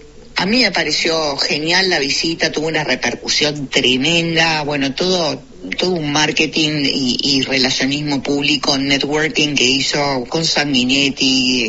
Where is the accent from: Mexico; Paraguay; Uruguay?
Uruguay; lo digo como ciudadana uruguaya y una persona adulta pensante.